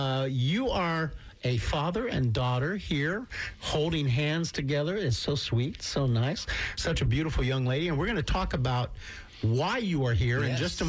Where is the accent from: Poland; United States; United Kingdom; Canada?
Poland; In Polish, I'm originally from Poland.